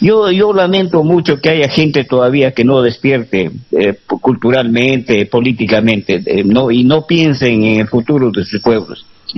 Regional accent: Lamud, Amazonas, Peru; born there; él estuvo de alcalde de mi tierra, la tierra que me vio nacer. Yo soy de nacimiento lamudino, en Lamu.

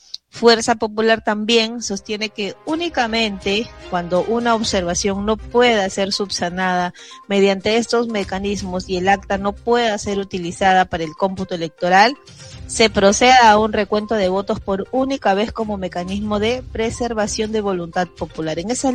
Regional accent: Peru

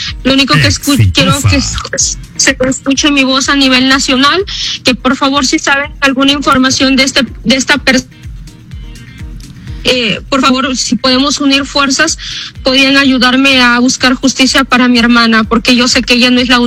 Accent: Bagua Grande, Amazonas, Peru; now in United States; somos de Bagua Grande

